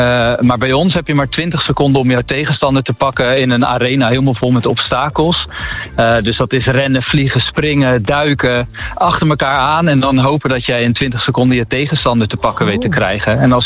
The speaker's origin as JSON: {"language": "Dutch", "country": "Netherlands", "said": "En ik als Nederlander heb me daarbij toegevoegd."}